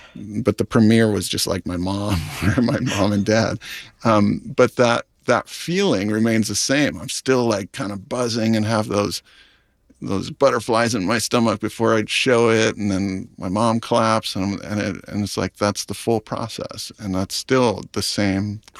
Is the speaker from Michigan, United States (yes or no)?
no; Hawaii, United States; I always sort of compartmentalized my upbringing and my culture and growing up in Hawaii as sort of a separate thing than my experience as a filmmaker